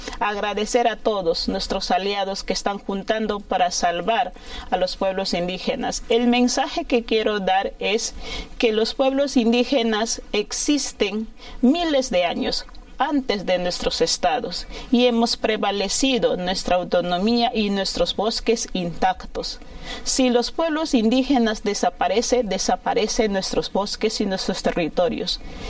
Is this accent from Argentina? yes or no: no; Peru; nosotros como peruanos no nos sentimos representados por ella.